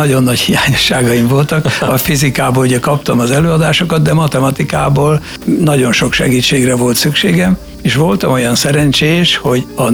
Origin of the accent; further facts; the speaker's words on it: Pest, Hungary; Törteli szomszéd település.